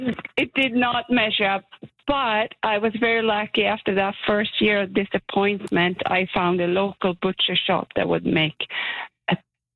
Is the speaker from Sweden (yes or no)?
yes; Sweden; moved away as an adult; now in Canada; my first Christmas in Canada after I came here newly married from Sweden.